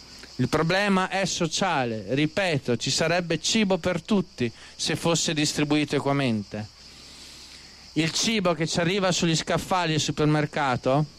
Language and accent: Italian; Trentino-Alto Adige, Italy; Io vengo dal Trentino, c'è una valle, la Val di Gresta, che è l'emblema della produzione biologica.